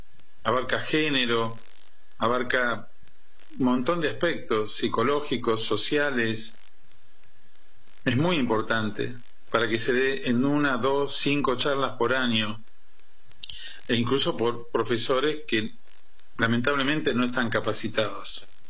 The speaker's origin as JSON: {"language": "Spanish", "town": "Don Bosco", "region": "Buenos Aires Province", "country": "Argentina", "tie": "born or raised there", "said": "Yo me crié en Don Bosco, en la localidad de Don Bosco, que es pegadita a Bernal, y este barrio está entre Don Bosco y Bernal."}